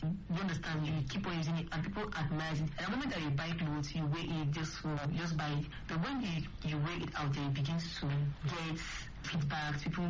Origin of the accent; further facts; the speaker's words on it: Kaduna State, Nigeria; I'm from Nigeria, local, a small Nigeria, South Kaduna, one of the minorities. I'm Chawi by tribe.